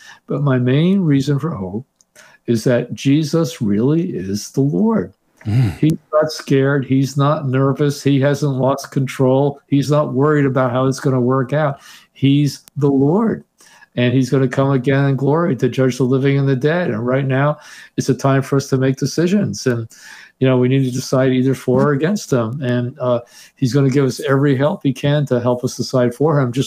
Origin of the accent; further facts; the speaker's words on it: Teaneck, New Jersey, United States; I remember growing up in Teaneck, New Jersey, where it had a strong Jewish population, Protestant population, and Catholic population.